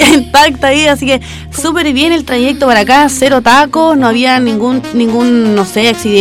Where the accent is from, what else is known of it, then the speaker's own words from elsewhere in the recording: Hualqui, Biobío, Chile; Para la gente que no me conoce, soy de Hualqui